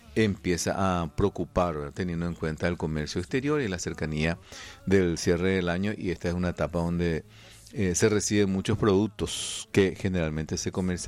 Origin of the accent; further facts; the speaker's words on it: Asunción, Paraguay; crecida del río Paraguay.